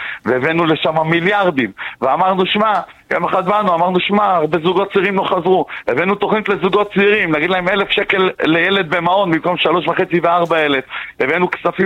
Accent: Goren, Northern District, Israel; אני גר במושב, זהו, אני גר במושב גורן, אני מגליל המערבי, הייתי מפונה שנתיים מהבית כמעט, וחזרנו, חזרנו ליישב את הגליל

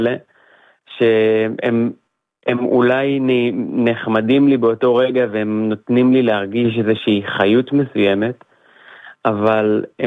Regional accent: Be'eri, Southern District, Israel; now in Caesarea, Israel; בארי זה תמיד הבית, שם נולדתי וגדלתי, וכזה ממש מרגיש בית.

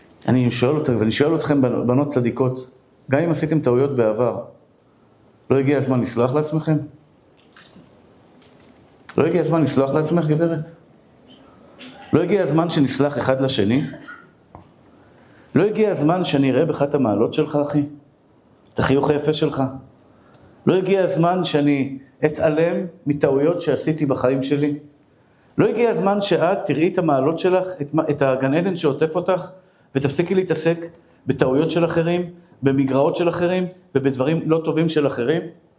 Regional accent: Bnei Brak, Tel Aviv District, Israel; אני דוס מבני ברק, אני חרדי.

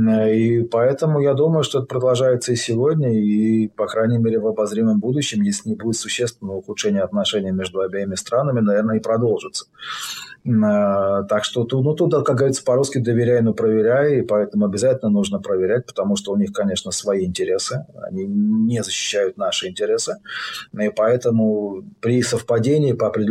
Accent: Israel

